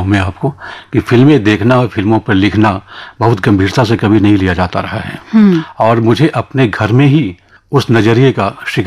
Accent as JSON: {"language": "Hindi", "region": "Bihar", "country": "India", "tie": "born there"}